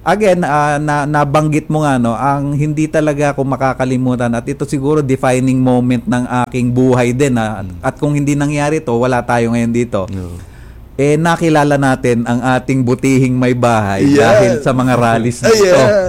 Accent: Caloocan, Metro Manila, Philippines; sa Tiga-Caloocan kami noon, eh, no? Pumapasok ako sa eskwela, simpleng tao lang tayo noon, nag-jeep tayo, nagbubus, nagta-tricycle.

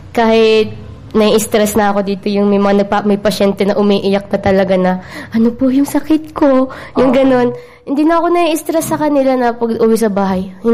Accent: Lucban, Quezon, Calabarzon, Philippines; mula sa Lokwan, Quezon, Barangay Ayuti.

